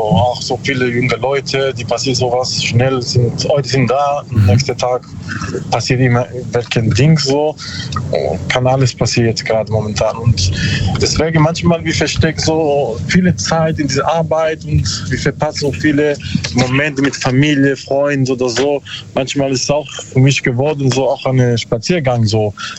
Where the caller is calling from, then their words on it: Bruchsal, Baden-Württemberg, Germany; Ja, so Karlsruhe.